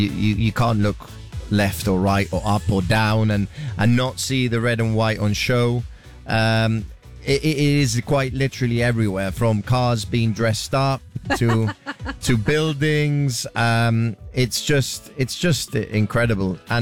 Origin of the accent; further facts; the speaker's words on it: Gibraltar; Yes, we are British, but we also have our unique Gibraltarian identity